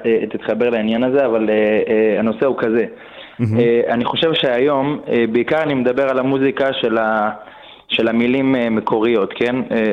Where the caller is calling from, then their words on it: Bnei Brak, Tel Aviv District, Israel